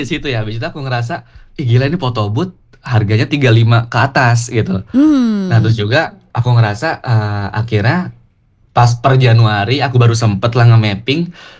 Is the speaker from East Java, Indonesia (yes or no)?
no; Jakarta, Indonesia; now in Bandung, Indonesia; Ya biasalah kan aku kan orang Jakarta ya, aku lahir di Jakarta juga.